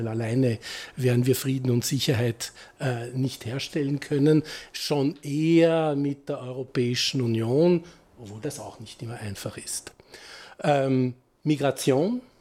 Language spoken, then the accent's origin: German; Austria; Was wollen wir als Österreicher, als kleines mitteleuropäisches Land erreichen?